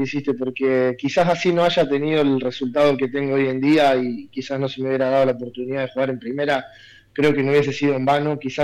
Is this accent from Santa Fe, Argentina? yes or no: yes; Franck, Santa Fe, Argentina; moved away; mi pueblo, que yo soy de Fran